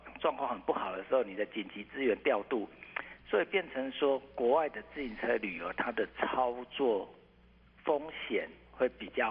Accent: Taiwan; 那个感觉好像是我们台湾人在疯棒球一样。

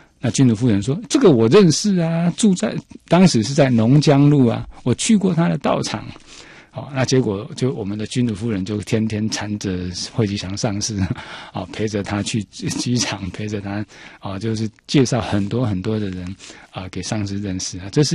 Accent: Taiwan; 我们台湾人

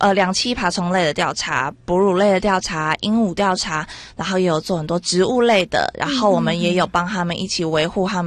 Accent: Taipei, Taiwan; 对，我是台北人。

